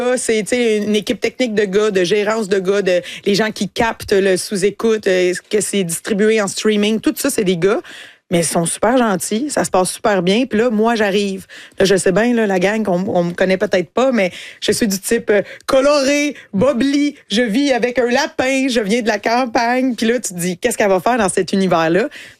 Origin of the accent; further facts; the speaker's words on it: Quebec, Canada; born there; moved away as an adult; now in Montreal, Canada; j'ai vraiment grandi dans un milieu agricole, rural, mais super bienveillant.